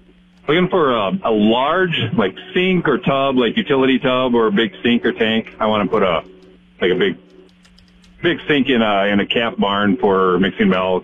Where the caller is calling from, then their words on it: Rock Rapids, Iowa, United States; from Rock Rapids.